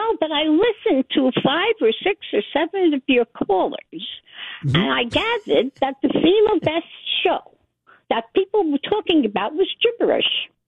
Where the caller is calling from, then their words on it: New York City, New York, United States; I'm from Brooklyn.